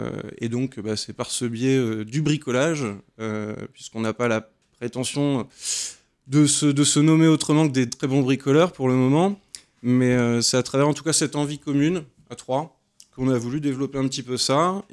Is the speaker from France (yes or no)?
yes; Tours, Centre-Val de Loire, France; Tourangeau.